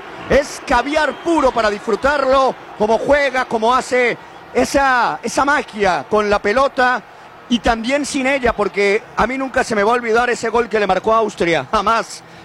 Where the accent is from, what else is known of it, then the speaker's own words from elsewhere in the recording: San Cristóbal, Táchira, Venezuela; Soy más de San Cristóbal que nadie.